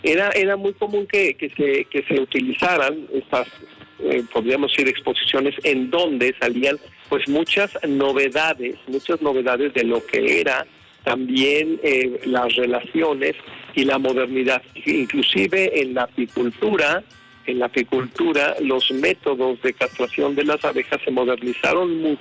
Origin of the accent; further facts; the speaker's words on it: Puebla, Mexico; nuestra gastronomía poblana